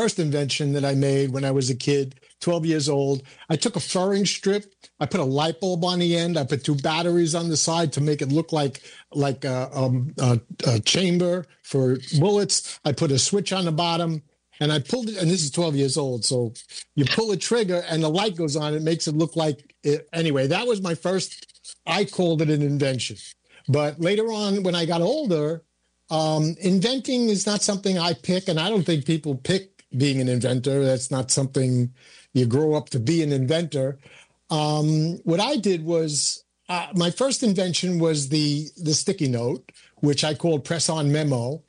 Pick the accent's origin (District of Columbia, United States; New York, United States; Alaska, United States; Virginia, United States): New York, United States; New York City; born there; I was born in Brooklyn, New York, in 1948. That sounds so long ago, and it was 77 years ago.